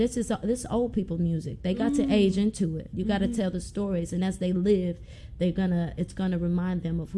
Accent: Memphis, Tennessee, United States; also born or lived in Collierville / Germantown; I was born in Whitehaven. I went to elementary school out in East Memphis, and then high school in Carrierville and Germantown.

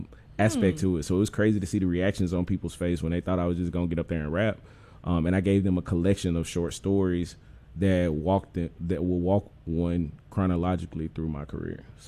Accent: Memphis, Tennessee, United States; I'm from Orange Mound. Hey. And I grew up in the Mound when the Mound was the Mound.

